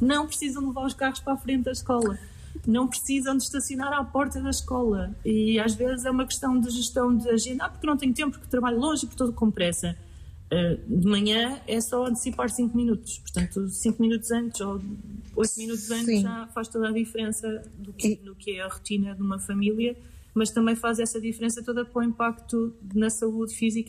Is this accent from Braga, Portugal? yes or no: no; Lisbon, Portugal; now in Aveiro, Portugal; eu sou de Lisboa